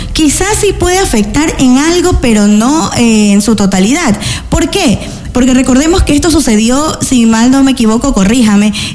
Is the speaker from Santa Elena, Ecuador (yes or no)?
yes; La Libertad, Santa Elena, Ecuador; Pues yo soy netamente peninsular, netamente Santa Elena. Mi niñez la viví aquí en el Cantón La Libertad. Estudié en la escuela Faustino Sarmiento, aquí